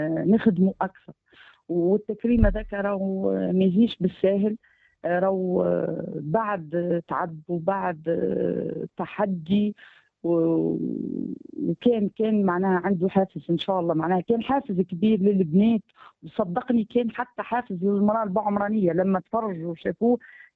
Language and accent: Arabic; Tunisia; لانها الكل ضمن تونس، احنا الكل بنات تونس ونسعى الكل لرفع راي تونس